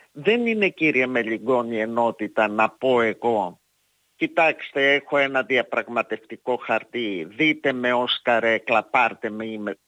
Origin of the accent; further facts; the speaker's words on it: Greece; Ως Ελληνίδα το θεώρησα έτσι.